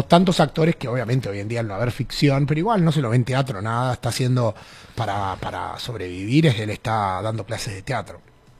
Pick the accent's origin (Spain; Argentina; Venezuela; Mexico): Argentina; Rafaela, Santa Fe; Yo soy de Rafaela Santa Fe y él está viviendo en Legman.